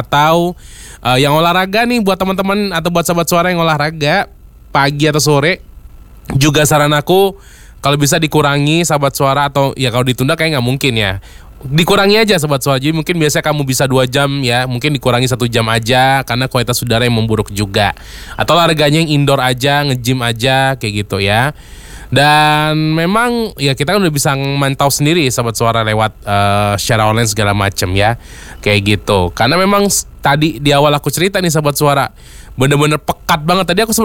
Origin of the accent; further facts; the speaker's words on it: Palembang, South Sumatra, Indonesia; kita-kita sebagai warga Palembang